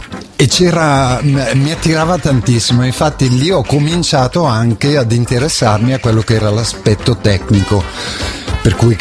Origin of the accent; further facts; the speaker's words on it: Lombardy, Italy; Io vengo da Bergamo, praticamente. Okay. dalla Valle Serriana, per cui periferia di Bergamo.